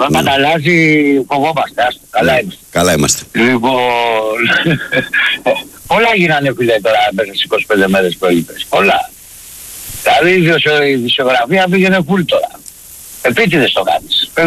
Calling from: Nea Makri, Attica, Greece; από Νέα Μάκρη

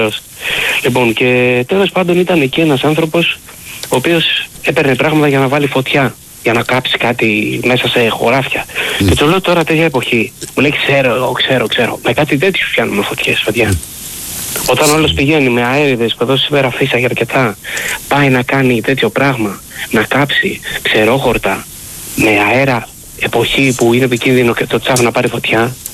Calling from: Corinth, Peloponnese, Greece; από την Κόρινθο Παναθηναϊκός.

